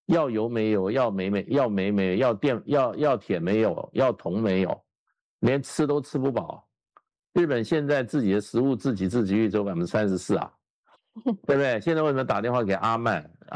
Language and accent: Chinese; China; 我们中国人要醒一醒啊